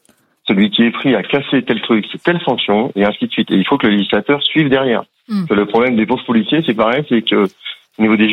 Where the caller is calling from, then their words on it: Pays de la Loire, France; De la région d'Angers, dans le Maine-et-Loire.